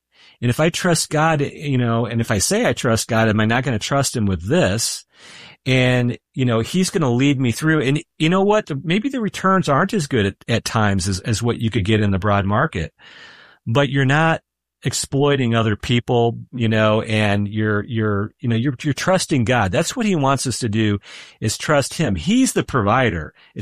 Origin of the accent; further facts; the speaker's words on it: United States; we do a good job as American Christians